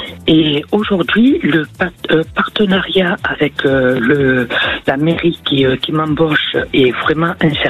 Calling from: Aix-en-Provence, Provence-Alpes-Côte d'Azur, France; D'Aix-en-Provence.

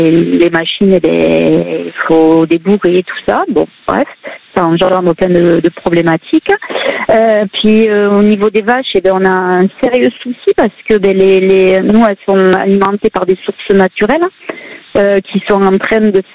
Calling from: Occitanie, France; Donc dans le Gers, un petit village qui s'appelle Peyrus-Vieille. Donc un petit village où c'est vallonné, voilà, tout joli, tout mignon dans le Gers.

